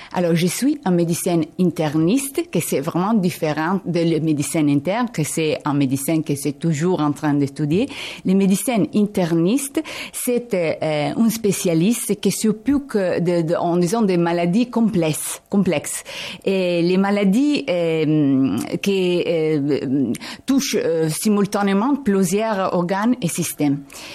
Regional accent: Italy; Oui, je suis italienne

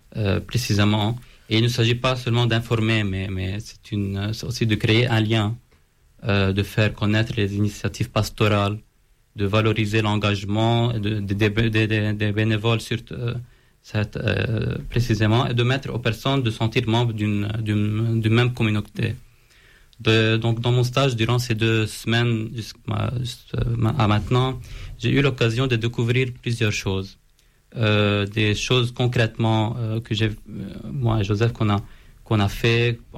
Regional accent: Lebanon; chez nous au Liban

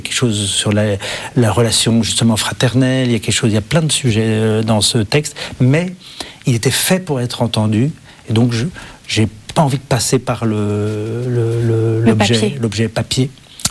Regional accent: Paris, Île-de-France, France; Autant j'ai eu des échappées tout au long de ma vie de un ou deux ans à l'étranger assez régulièrement. Mais je suis né à Paris

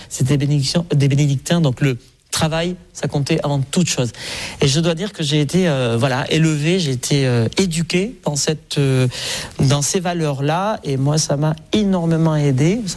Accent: Nouvelle-Aquitaine, France; il y a 36 ans, je suis né donc au Pays Basque, dans le village d'Ayer, qui est à peu près à 20 minutes de Bayonne.

